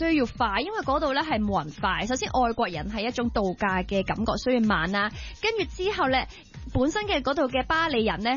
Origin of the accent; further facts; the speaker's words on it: Hong Kong; 我哋香港人當然就唔會咁做啦